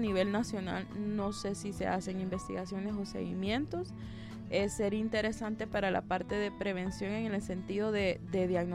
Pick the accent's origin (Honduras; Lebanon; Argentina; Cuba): Honduras; Yo especialmente soy hondureña y no estudié aquí